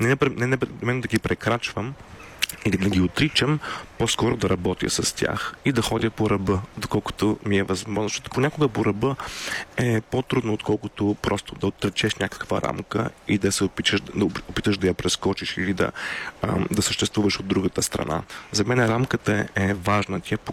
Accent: Sofia, Sofia City, Bulgaria; Аз съм израснал в България, в София.

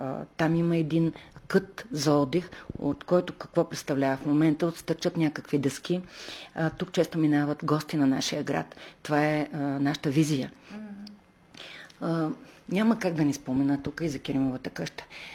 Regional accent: Kardzhali, Kardzhali Province, Bulgaria; Аз съм си от Кърджали, моите корени са от тук.

